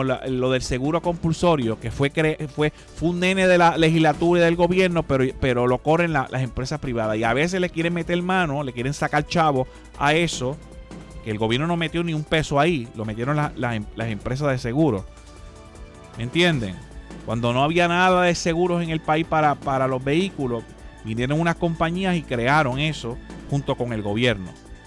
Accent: Quebradillas, Puerto Rico; also born or lived in Arecibo; Yo soy de los Piratas de Quebradilla. Nací en Arecibo. A los pocos días me mudé para Quebradilla, o me mudaron obligatoriamente. Y allí viví toda mi vida, en el Residencial Vigo Salas de Quebradilla.

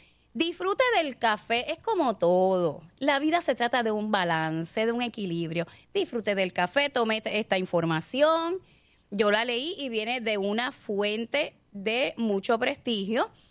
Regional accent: Puerto Rico; somos puertorriqueños cafeteros hasta el ña.

